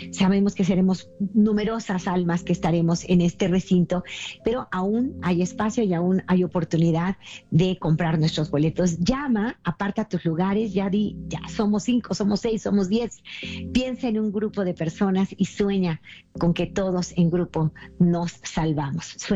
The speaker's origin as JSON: {"language": "Spanish", "country": "Mexico", "said": "Si vives en México, hay un número directo en mi país"}